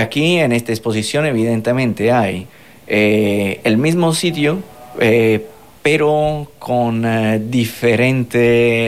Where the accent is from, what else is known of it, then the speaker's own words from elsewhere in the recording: Italy; Spanish is a second language; now in Fuerteventura, Spain; soy italiano